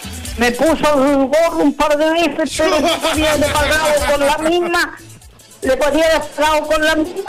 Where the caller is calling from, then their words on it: Chile; soy mujer y soy chilena.